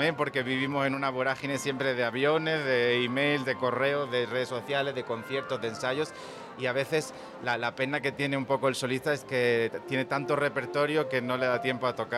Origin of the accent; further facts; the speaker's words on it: Andalusia, Spain; Mi tierra en Andalucía